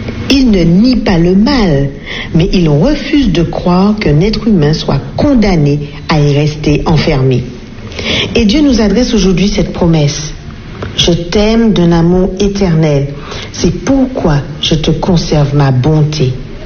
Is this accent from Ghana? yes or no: no; Martinique; Chez nous en Martinique